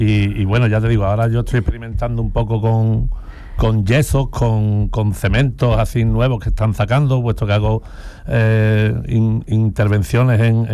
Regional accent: San Fernando, Andalusia, Spain; yo desde pequeño, nací en San Fernando, como bien habéis dicho, en la isla

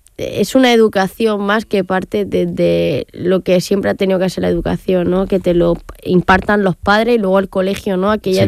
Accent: Galera, Andalusia, Spain; born there; allí en Galera, donde fuimos al colegio, al Cristo de la Inspiración

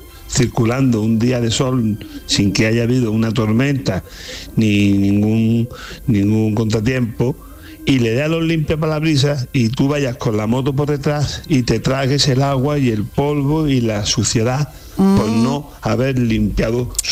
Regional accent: Málaga, Andalusia, Spain

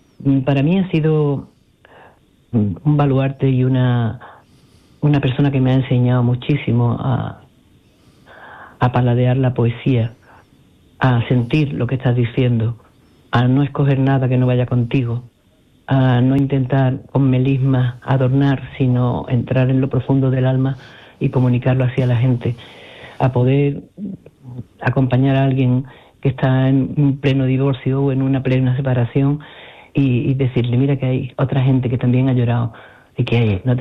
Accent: Andalusia, Spain; Y siempre se nos nota en todo que estamos unidos, que somos andaluces y que amamos la música por encima de todas las cosas.

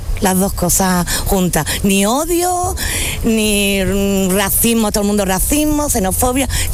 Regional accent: Almogía, Andalusia, Spain; born there; moved away as an adult; now in Ceuta, Spain; Yo en Almojía, Málaga.

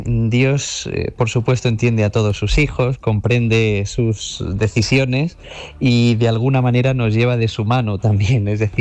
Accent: Granada, Andalusia, Spain; moved away; Yo soy granadino, desde niño me ha acompañado.

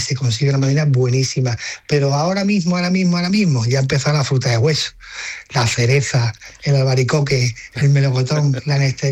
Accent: Marbella, Andalusia, Spain; yo soy de Alhambra Grande, con mucho cariño y mucho respeto, pero yo me he criado en Marbella y mi Marbella siempre ha llegado por bandera

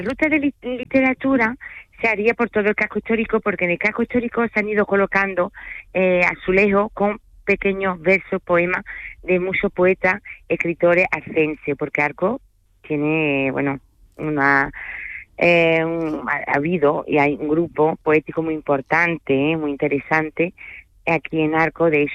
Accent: France; Spanish is a second language; soy francesa, aunque no tenga mi acento francés.

